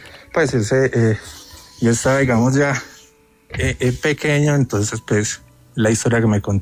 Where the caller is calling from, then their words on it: Pereira, Risaralda, Colombia; Me comunico desde acá, desde Pereira, Risaralda